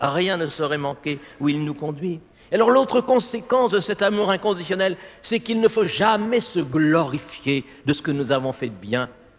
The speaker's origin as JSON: {"language": "French", "town": "Cambrai", "region": "Hauts-de-France", "country": "France", "said": "Je viens de Cambrai, célèbre par ses bêtises."}